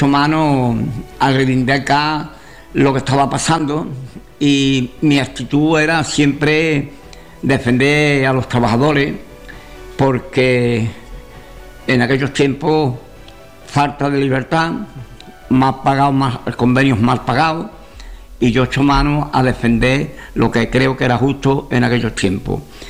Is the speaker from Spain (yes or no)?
yes; Almadén de la Plata, Andalusia, Spain; born there; also born or lived in Badajoz, Extremadura; a los 7 años pues me recogen, vengo con mis padres otra vez. Mi abuelo ya eran personas más de eso. Vengo con mis padres otra vez y los venimos a Almadén de la Plata.